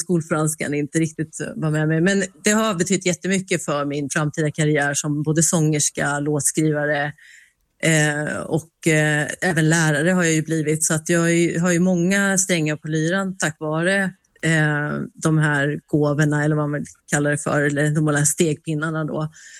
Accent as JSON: {"language": "Swedish", "country": "Sweden", "tie": "born or raised there", "said": "Men jag är ju uppvuxen i Sverige och född här, så att jag, det är väldigt närvarande."}